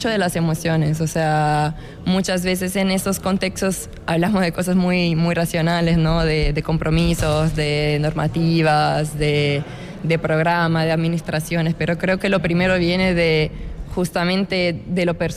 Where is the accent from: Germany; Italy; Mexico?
Italy; moved away; tengo 26 años y soy de Italia. Vengo de un pueblo muy chiquito en la costa este, la costa adriática de Italia. Y pues es un pueblo que en la antigüedad solía ser un pueblo de campesinos con muchos viñedos y mi familia justamente viene del campo.